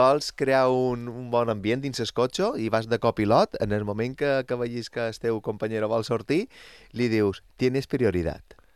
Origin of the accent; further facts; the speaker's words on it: Balearic Islands, Spain; com a mallorquí